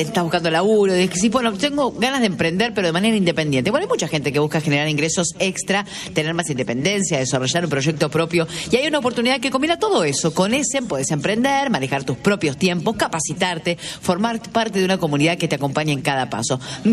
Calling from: Paraná, Entre Ríos, Argentina; de Paraná.

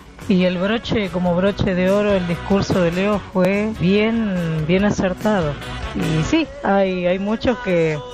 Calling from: Buenos Aires Province, Argentina; de Zona Oeste.

